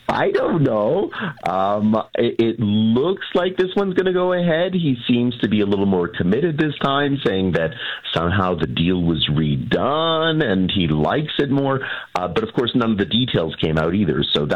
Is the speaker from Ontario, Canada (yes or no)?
yes; London, Ontario, Canada; also born or lived in Windsor, Ontario; I was born in Windsor and I grew up in London.